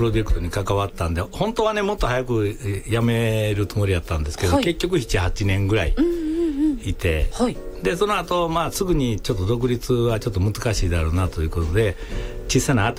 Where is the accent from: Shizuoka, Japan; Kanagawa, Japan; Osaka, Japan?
Osaka, Japan; born there; 僕大阪で生まれてるんですけれども、はい、両親が淡路島の海辺の出身なんですね。